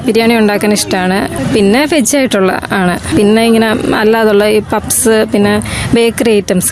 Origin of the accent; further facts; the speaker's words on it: Vattappara, Kerala, India; ഞാൻ ഇവിടെ വട്ടപ്പാറയില.